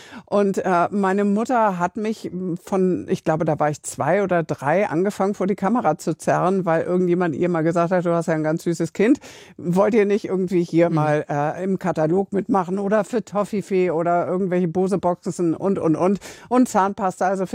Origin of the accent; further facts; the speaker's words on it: Hamburg, Germany; Eppendorfer Landstraße 18, Ecke Hornstraße. Da bin ich groß geworden, in einem Mehrfamilienhaus.